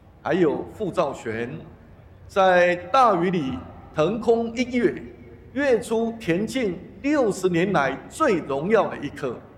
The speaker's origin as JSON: {"language": "Chinese", "country": "Taiwan"}